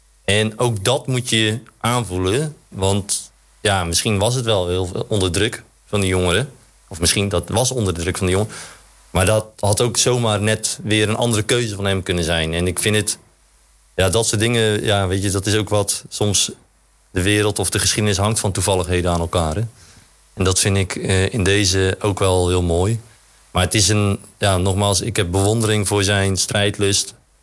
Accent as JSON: {"language": "Dutch", "town": "Dordrecht", "region": "South Holland", "country": "Netherlands", "said": "ik voel me wel echt een Dordtenaar. Ik ben echt een Dordtofiel, zoals ze dat zeggen."}